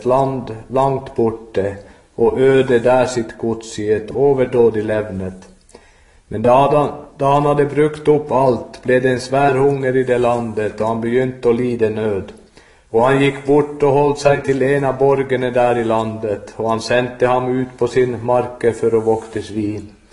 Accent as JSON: {"language": "Norwegian", "town": "Alta", "region": "Finnmark", "country": "Norway", "said": "så kommer jeg fra Alta"}